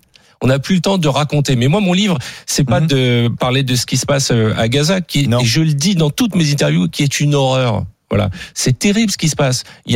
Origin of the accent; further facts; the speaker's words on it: France; c'est la donc première fois en 30 ans que moi je suis français avant d'être juif